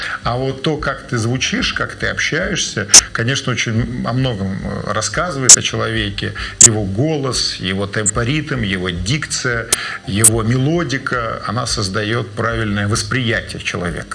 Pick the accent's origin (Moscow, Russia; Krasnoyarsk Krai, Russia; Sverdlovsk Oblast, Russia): Moscow, Russia; born there; мне 17 лет, я родился в Москве.